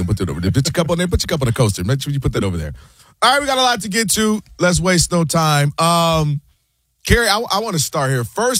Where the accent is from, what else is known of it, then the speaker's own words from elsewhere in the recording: Midwest, United States; I'm from Midwest.